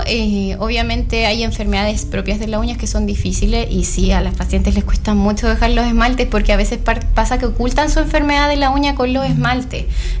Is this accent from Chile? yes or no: yes; Chile